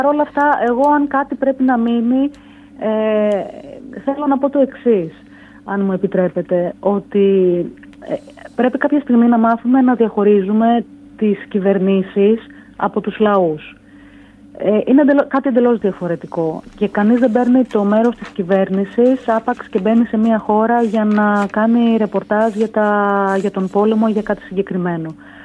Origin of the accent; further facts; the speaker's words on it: Greece; Τους έλεγα ότι είμαι από Ελλάδα